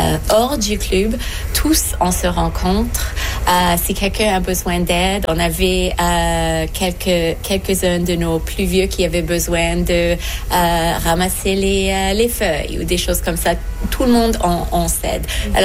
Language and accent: French; Montreal, Quebec, Canada; born there